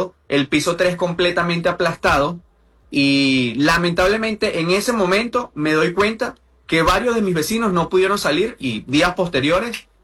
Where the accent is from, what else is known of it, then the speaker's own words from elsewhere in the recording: Aguaira, Venezuela; yo soy nacido y criado en Aguaira. A día de hoy, post terremoto, sigo viviendo en Aguaira.